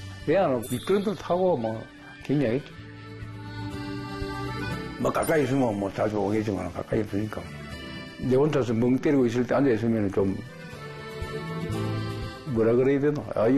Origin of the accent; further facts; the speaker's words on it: Gyeongsang, South Korea; 우리 경상도 사람으로서 조금 겉으로 표현력이 내가 좀 부족해.